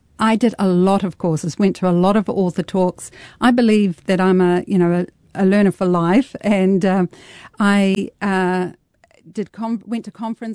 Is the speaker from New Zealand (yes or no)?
yes; New Zealand; born there; moved away; also born or lived in Australia; I was born in New Zealand, but our family also moved to Australia and we lived there. And when we were leaving New Zealand, I was asked to fill in a visitor book.